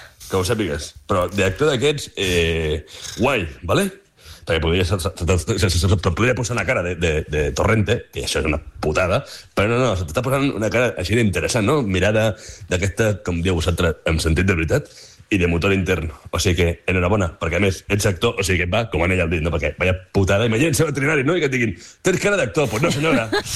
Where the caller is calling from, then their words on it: Capellades, Catalonia, Spain; vale? Soc de Capellades